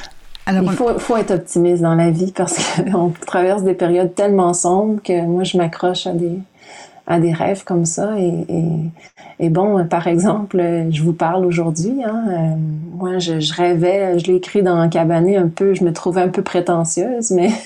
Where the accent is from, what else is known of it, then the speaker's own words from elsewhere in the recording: Quebec, Canada; accent: Quebec French; Moi, je le porte fièrement, le français québécois, là, même si j'ai un accent un peu bizarre, peut-être pour certains qui nous écoutent.